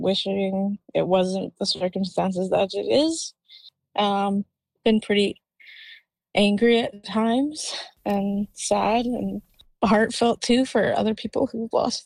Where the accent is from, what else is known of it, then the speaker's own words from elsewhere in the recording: Penticton, British Columbia, Canada; I'm originally from Penticton, and my home community is Penticton Indian Band.